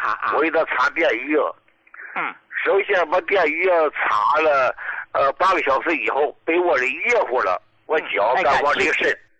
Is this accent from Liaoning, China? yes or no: yes; Dalian, Liaoning, China; 好，我是大连的，那怎么能给我用了呀？还是怎么弄？